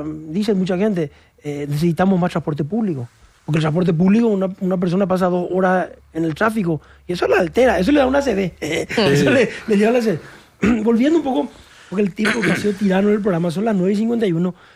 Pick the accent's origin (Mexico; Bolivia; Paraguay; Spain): Paraguay; Asunción; Y yo soy más asunceno, o sea, más que líder está en Asunción, yo trabajo en Asunción.